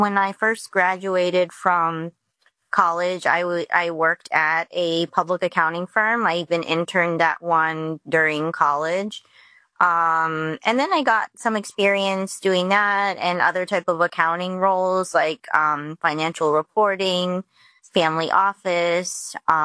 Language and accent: English; Windsor, Ontario, Canada; also born or lived in Dallas / New York City; now in Detroit, United States; I moved from Texas, Dallas, Texas. So I was living there while my husband was going to law school. But before that, I lived in New York City for six years, worked for a couple small firms there. And I'm actually from Windsor, Ontario, across the border.